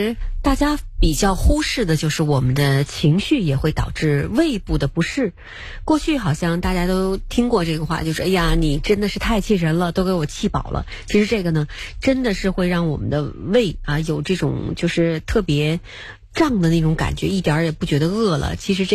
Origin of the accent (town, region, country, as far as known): China